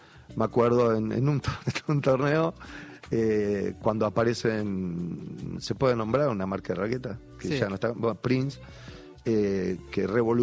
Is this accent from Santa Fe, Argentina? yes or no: no; Buenos Aires Province, Argentina; moved away as an adult; now in San Salvador de Jujuy, Argentina; hoy por hoy me siento jujeño, no bonaerense, digamos, porque me armé, me formé, me terminé de criar, de formar como persona